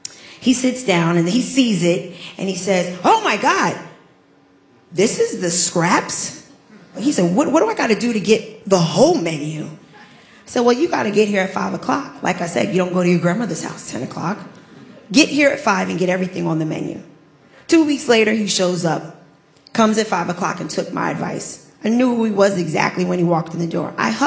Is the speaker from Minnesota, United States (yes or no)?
no; Staten Island, New York, United States; I said, I'm from Staten Island, but I'm an eighth generation direct descendant from Sandy Ground.